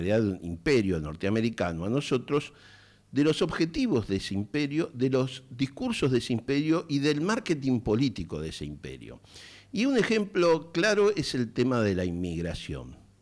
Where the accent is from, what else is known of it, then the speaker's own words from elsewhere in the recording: Argentina; así somos los argentinos y las argentinas